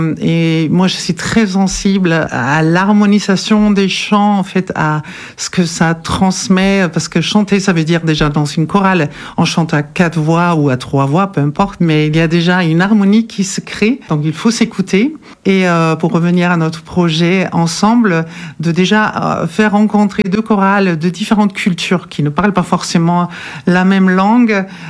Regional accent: Germany; French is a second language; now in France; voilà, je suis allemande, comme vous pouvez peut-être déjà savoir à rapport de mon nom. Ça fait 20 ans maintenant que je vis en Dordogne

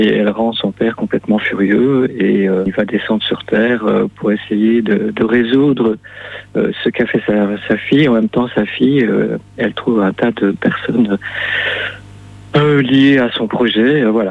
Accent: Wallonia, Belgium

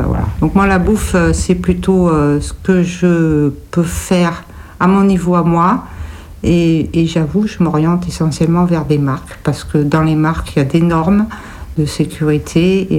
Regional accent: France; born there; Moi, je suis née en France, j'ai appris à manger des produits français.

